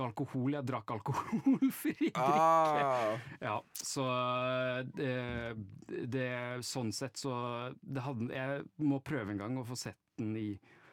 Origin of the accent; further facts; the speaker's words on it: Oslo, Norway; jeg er fra Holmlia.